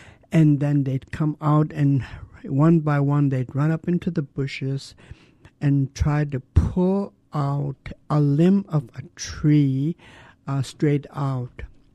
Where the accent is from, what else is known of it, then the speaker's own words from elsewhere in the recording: Douglas, Alaska, United States; I was born and raised in Douglas. I belong to the Raven Moiety.